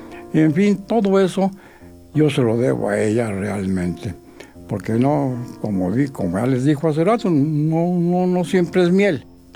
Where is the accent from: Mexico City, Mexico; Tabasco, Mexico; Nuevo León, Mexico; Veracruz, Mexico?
Mexico City, Mexico; born there; now in Pachuca, Mexico; porque sin la I no soy yo. Yo nací en el Distrito Federal, hoy le dicen Ciudad de México, y ya tenemos aquí en Hidalgo, desde Tulancingo y Pachuca, 45 años viviendo aquí.